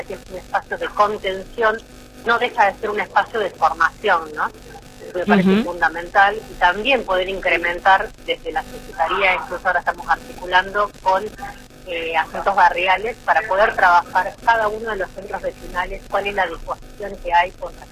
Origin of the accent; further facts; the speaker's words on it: Tartagal, Salta, Argentina; moved away as an adult; Yo cuando nací en Tartagal, Tartagal me vio crecer, me vio salir de acá, cumplir mi sueño y volver.